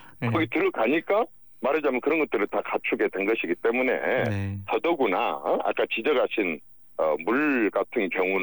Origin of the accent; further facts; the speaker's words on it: Honam, South Korea; 호남 출신 정치인으로 사고 싶은 얘기가 있습니다.